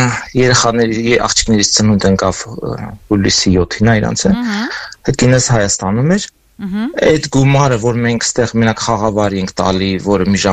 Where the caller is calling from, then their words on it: Los Angeles, California, United States; Լոս Անջելեսից եմ զանգահարում